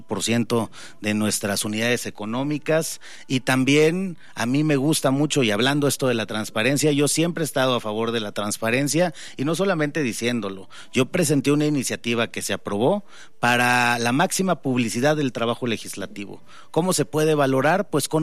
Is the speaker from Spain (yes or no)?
no; Mexico